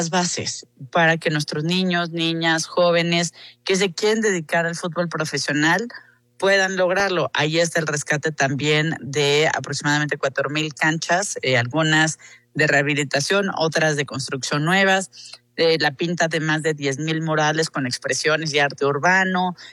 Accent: Mexico; nos hace sentirnos orgullosos como mexicanos y mexicanas.

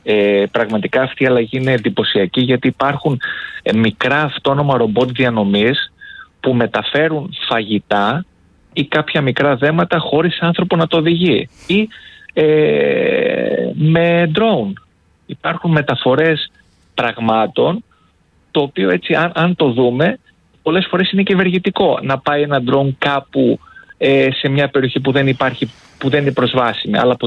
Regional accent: Trikala, Thessaly, Greece; όντως αναφέρατε και την πόλη μου τα Τρίκαλα

